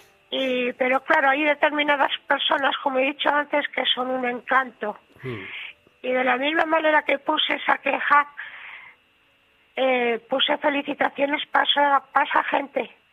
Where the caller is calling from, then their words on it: Santander, Cantabria, Spain; De la capital